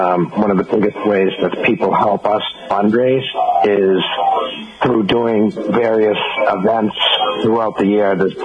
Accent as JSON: {"language": "English", "town": "Quincy", "region": "Massachusetts", "country": "United States", "also_born_or_lived": "Falmouth, Massachusetts", "said": "And I'm from Quincy, and that's why that's a Quincy-based address. But I grew up in the summers in Falmouth."}